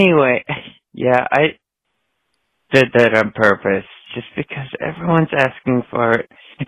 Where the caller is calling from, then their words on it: Spearfish, South Dakota, United States; from Spearfish.